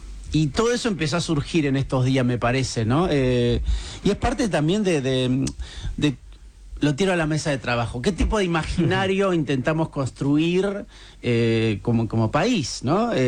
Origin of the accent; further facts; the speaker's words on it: Corrientes, Argentina; como parte de la clase baja de este país, de la clase migrante también de este país, yo soy correntino